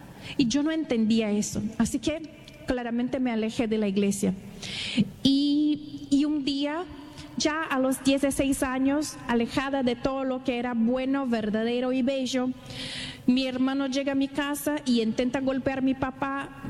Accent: São Paulo, Brazil; born there; Spanish is a second language; moved away; desarrollé mi español con Duolingo, así que paciencia, por favor. Soy de Brasil y nací en una ciudadcita chiquita en el interior de São Paulo.

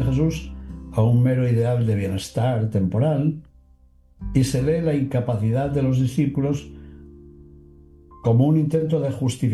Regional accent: Castile and León, Spain; moved away; cecina de mi tierra de León

